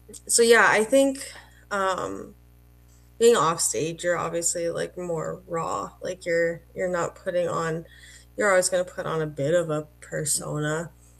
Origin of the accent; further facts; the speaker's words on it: Victoria, British Columbia, Canada; when I came from Victoria to like Red Deer in Edmonton